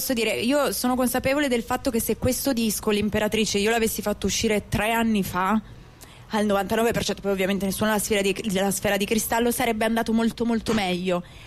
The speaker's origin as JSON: {"language": "Italian", "town": "Turin", "region": "Piedmont", "country": "Italy", "said": "io sono di Torino, quindi sono un po' strega, sono un po' esoterica, insomma ce l'ho un po' nel sangue l'esoterismo"}